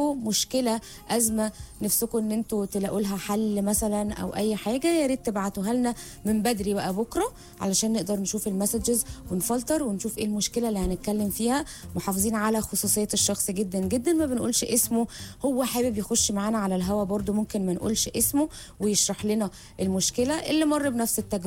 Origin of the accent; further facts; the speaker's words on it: Egypt; اللي احنا بنتكلم فيه كمصريين